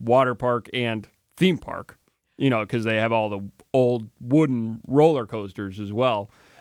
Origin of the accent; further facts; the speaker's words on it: Madison, Wisconsin, United States; Growing up in Madison, you know, not too far from the Dells